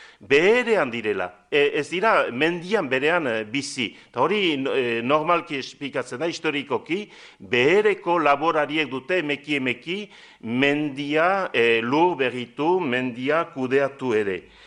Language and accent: Basque; Estérençuby, Nouvelle-Aquitaine, France; ni Estrentzubikoa naiz, eta badakit gure herrian, laborarien artean